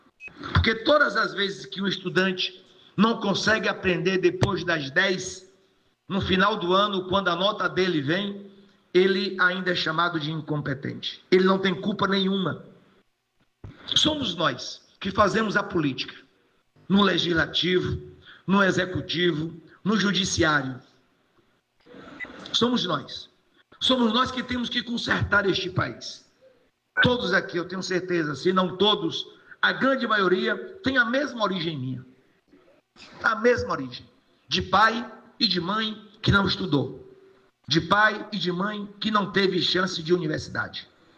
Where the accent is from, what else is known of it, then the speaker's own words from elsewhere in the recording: Bahia, Brazil; also born or lived in Jequié; os meus irmãos baianos e baianas